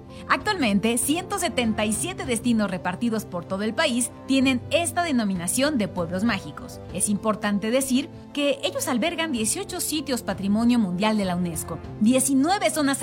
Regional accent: Mexico; con lo que somos como mexicanos, nuestros lugares.

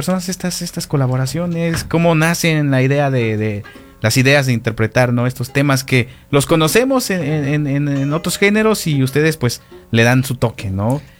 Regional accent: Oaxaca, Mexico; del estado de donde yo soy, de Oaxaca.

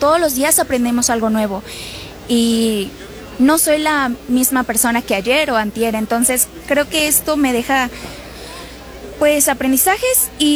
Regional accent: Chetumal, Quintana Roo, Mexico; soy de Chetumal, Quintana Roo, vengo desde muy lejos para acá, y muchas gracias. Tengo 23 años, no hace mucho recién cumplidos

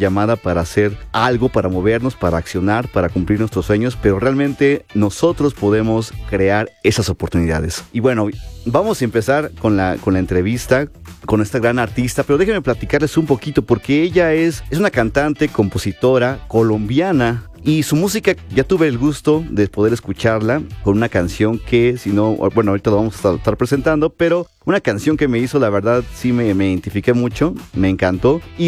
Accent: Mexico; nuestro público mexicano

